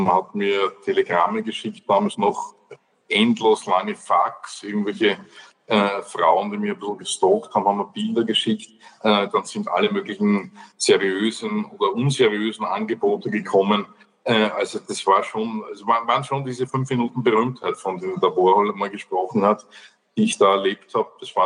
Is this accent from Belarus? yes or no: no; Austria; Als Österreicher ist es so, dass man die, wie wir sagen, Marmeladinger nicht nur unbedingt siegen sehen will